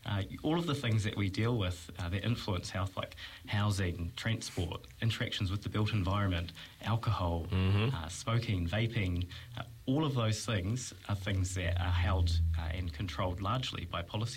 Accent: Wairoa, Hawke's Bay, New Zealand; So I grew up in Wairoa, spent my childhood there.

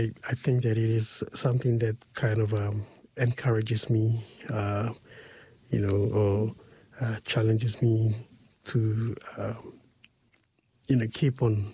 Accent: Port Moresby, National Capital District, Papua New Guinea; Now, I'm from Papua New Guinea, from a village called Kirakira, and that village is located right inside Port Moresby.

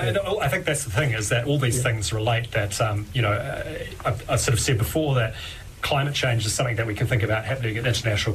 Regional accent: Christchurch, Canterbury, New Zealand; moved away as an adult; I'm from Christchurch, born and raised here for the first 24 years of my life, and then, as you were alluding to, like many other young New Zealanders, I went and sort of did some things overseas

